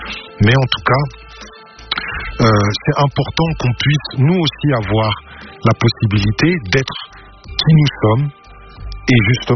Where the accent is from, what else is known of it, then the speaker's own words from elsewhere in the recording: Aulnay-sous-Bois, Île-de-France, France; also born or lived in London; j'ai grandi dans un quartier, j'ai grandi à Aulnay-sous-Bois, aux Emmaüs. Donc, big up à l'endroit où j'ai grandi.